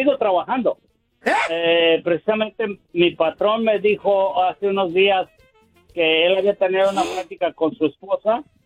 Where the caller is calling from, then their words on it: Houston, Texas, United States; Vivo en Houston